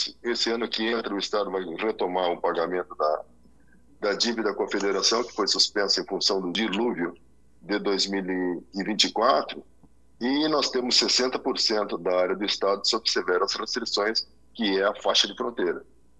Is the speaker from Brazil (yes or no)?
yes; Rio Grande do Sul, Brazil; Nós somos gaúchos.